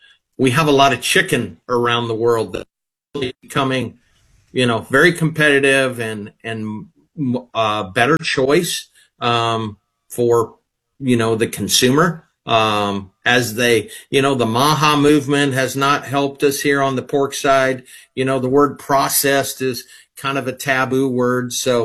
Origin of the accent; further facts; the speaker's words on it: Iowa, United States; my hometown grocer here in Eastern Iowa.